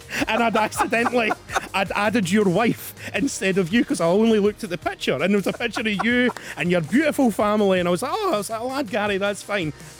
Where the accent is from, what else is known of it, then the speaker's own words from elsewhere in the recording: Dunfermline, Scotland, United Kingdom; I'm from Dunfermline.